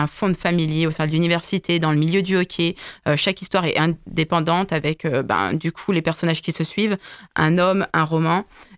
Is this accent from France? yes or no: yes; France; accent: French; Non, j'ai mon petit accent français.